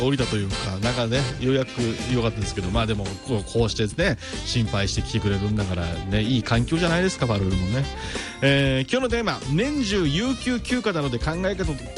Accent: Kaminokawa, Tochigi, Japan; 地元の栃木の上の川のね

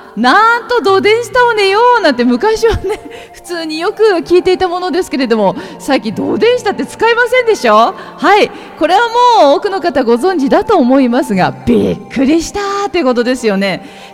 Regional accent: Akita, Japan; accent: Akita dialect; ぜひ秋田弁使う機会を作りましょう。私はほとんどこうやってなまってますけど

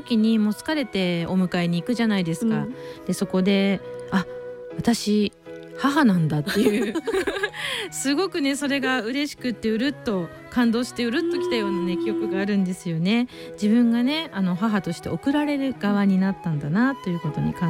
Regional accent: Setagaya, Tokyo, Japan; 世田谷生まれ世田谷育ち、中学校3年生の女の子のママです。

